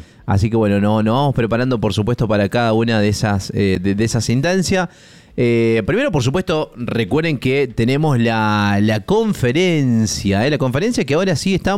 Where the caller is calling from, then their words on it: Santa María, Catamarca, Argentina; de Santa María de Catamarca.